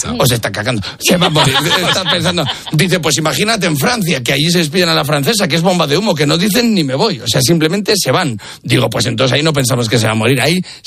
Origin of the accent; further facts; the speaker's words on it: Valladolid, Castile and León, Spain; porque yo soy de Valladolid